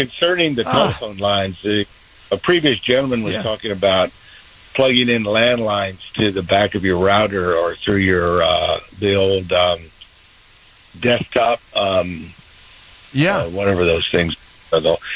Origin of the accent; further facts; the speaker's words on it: Virginia, United States; moved away; I retired and moved back to my home where I grew up in Virginia.